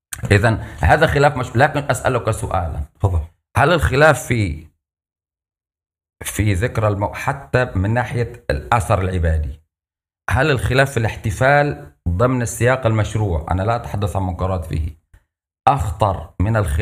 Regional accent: Lebanon; born there; هو البلد بلدي لبنان، أنا ولدت في لبنان

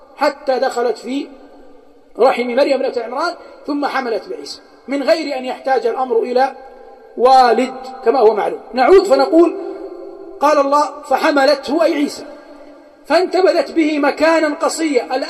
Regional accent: Hejaz, Saudi Arabia; عندنا في الحجاز

